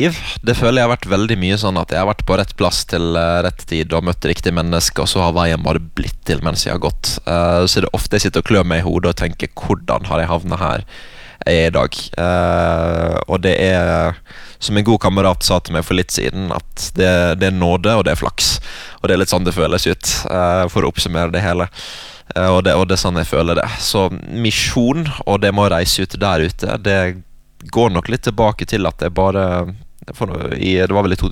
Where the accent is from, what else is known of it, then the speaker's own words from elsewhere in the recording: Western Norway, Norway; for jeg er vestlending, jeg vil ha 15 grader og litt regn